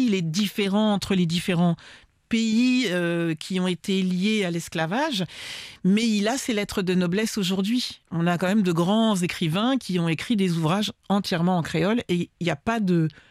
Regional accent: French Antilles, France; moi je suis originaire des Antilles françaises.

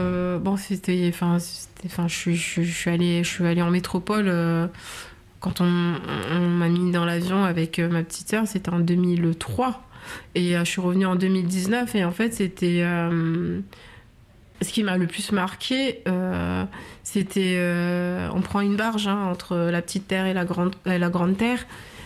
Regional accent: Dzaoudzi, Mayotte; moved away; à la mairie de Dzaoudzi, là où j'ai grandi.

